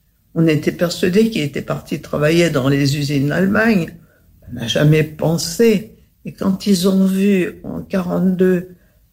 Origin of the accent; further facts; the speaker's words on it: Paris, Île-de-France, France; born there; also born or lived in Vendôme; je suis née à Paris. En fait, non, je suis née à Vendôme.